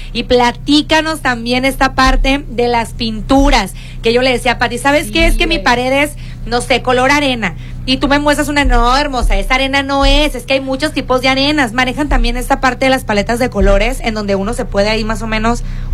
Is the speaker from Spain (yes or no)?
no; Mexico